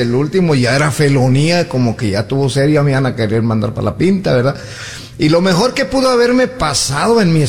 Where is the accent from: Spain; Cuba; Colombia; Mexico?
Mexico; now in United States; yo soy de México y no tomé allá, porque pues yo era, me mandaron a cuidar chivas